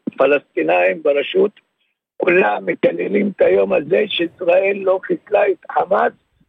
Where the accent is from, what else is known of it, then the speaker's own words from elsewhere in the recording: West Bank, Palestine; now in Triangle, Israel; אני גר במשולש, אבל אני גדלתי בשטחים, וחייתי בשטחים בכפר פונוק